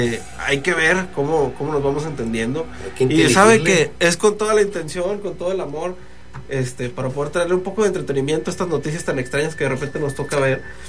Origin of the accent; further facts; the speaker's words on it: Mexico; es nuestra labor como mexicanos que somos.